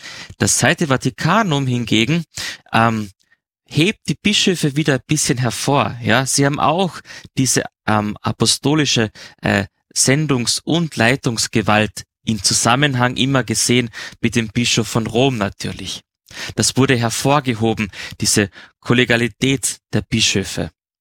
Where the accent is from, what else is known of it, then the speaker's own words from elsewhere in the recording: Carinthia, Austria; für mich als Kärntner, Kärntner-Kasennudel, das ist das beste Gericht der Welt